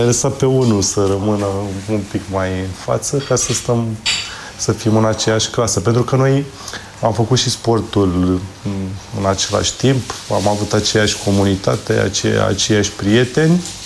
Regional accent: Bucharest, Romania; Născut și crescut în București, într-o familie de militari.

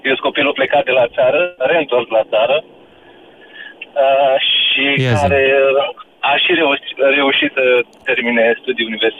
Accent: Brebu, Prahova, Romania; În Prahova, la Brebu, în Pietricea, am învățat.

